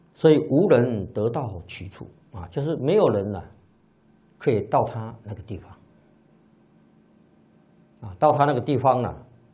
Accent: China; 这个龙啊，特别在我们中国人心目当中呢，啊是非常神秘的啊。

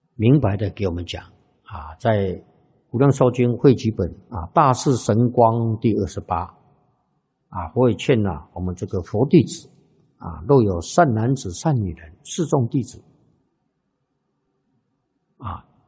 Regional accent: China; 外国人讲磁场，啊，我们中国人讲气氛，这个气氛很不好，氛围很不好。

